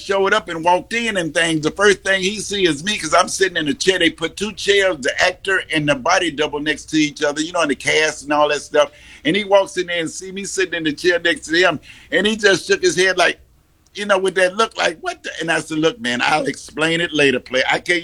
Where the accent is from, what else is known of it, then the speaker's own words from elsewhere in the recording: Chicago, Illinois, United States; I'm from Chicago.